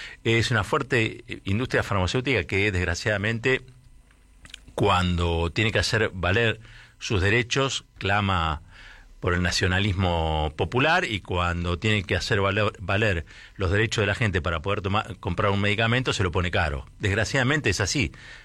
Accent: Argentina

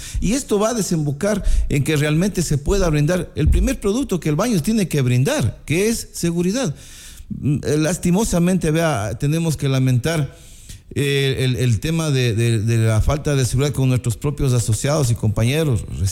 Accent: Ecuador; nosotros como buenos ecuatorianos

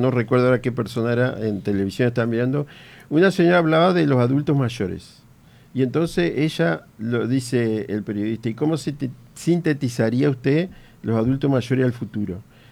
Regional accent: Paraná, Entre Ríos, Argentina; born there; A Paraná. Y le digo, y sí, que donde yo nací.

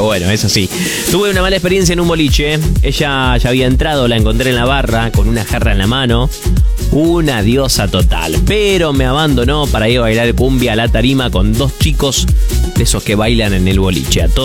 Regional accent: Corrientes, Argentina; Hay una plaza en esquina Corrientes, digamos, de donde yo soy

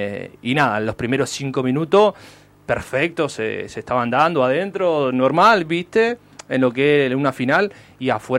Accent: General Roca, Río Negro, Argentina; Yo soy de Roca.

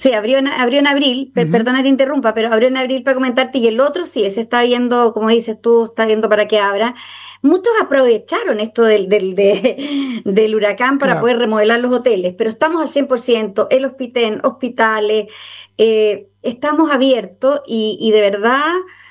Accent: Jamaica; como somos ex colonia inglesa, en 1962 izamos la bandera de Jamaica

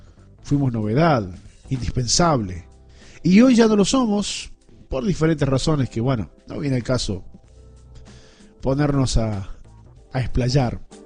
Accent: Argentina

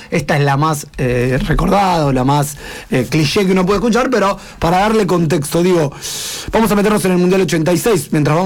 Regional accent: Argentina; nosotros como argentinos

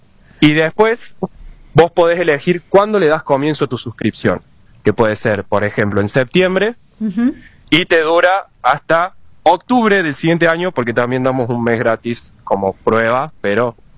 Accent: Santa Rosa de Calamuchita, Córdoba, Argentina; Por ejemplo, nosotros somos de Santa Rosa, tenemos cabañas acá

